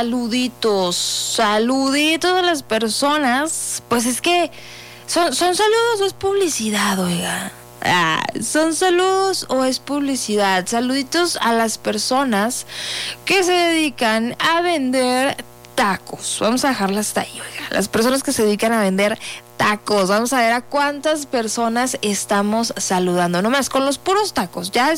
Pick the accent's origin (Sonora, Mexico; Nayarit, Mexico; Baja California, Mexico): Sonora, Mexico